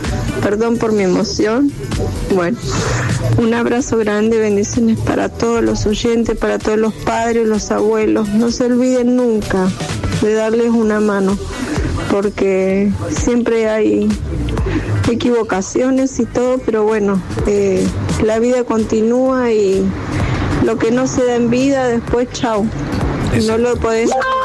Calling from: Luján, Buenos Aires Province, Argentina; de Luján.

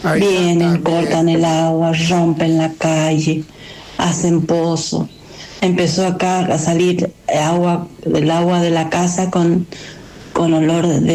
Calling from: Rodeo de la Cruz, Mendoza, Argentina; del Rodeo de la Cruz, de acá, de la calle Milagro.

